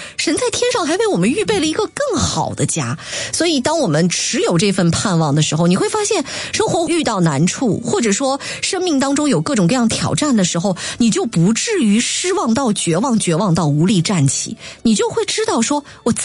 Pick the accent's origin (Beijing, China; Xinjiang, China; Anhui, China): Xinjiang, China; 昨天看到新闻塔克拉玛干沙漠，我的家乡暴雨三个小时